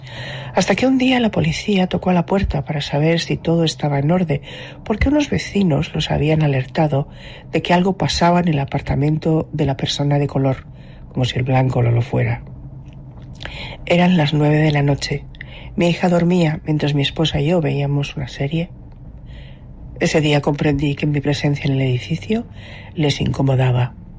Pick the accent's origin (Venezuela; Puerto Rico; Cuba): Cuba; que los cubanos son unos putos, porque sí, soy cubano.